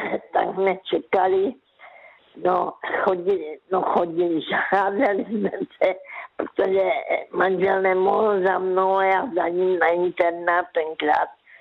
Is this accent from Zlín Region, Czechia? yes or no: yes; Karolinka, Zlín Region, Czechia; now in Zlín, Czechia; já pocházím z Karolínky, tak tam jsem pracovala v kartonáři ve sklárně